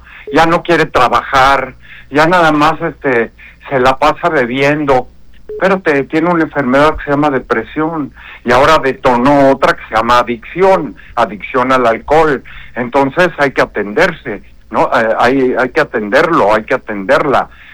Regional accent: Mexico; Pues somos mexicanos, ¿no?

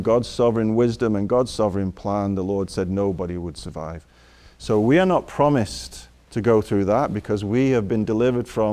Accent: England, United Kingdom; You know, Gary, I'm from England, as you announced at the start

